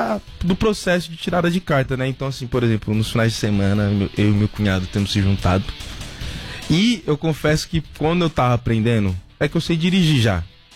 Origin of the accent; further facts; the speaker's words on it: Brazil; eu, como um bom brasileiro